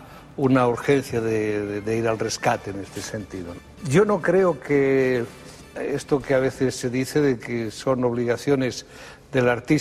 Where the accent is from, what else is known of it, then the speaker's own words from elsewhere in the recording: Catalonia, Spain; yo soy catalán y los catalanes no nos gusta perder.